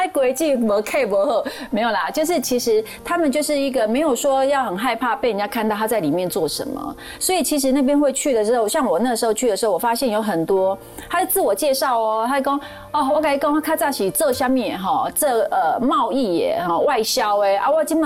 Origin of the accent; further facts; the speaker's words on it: Tainan, Taiwan; now in Taipei, Taiwan; 因为毕竟我是台南人，虽然在台北生活很久了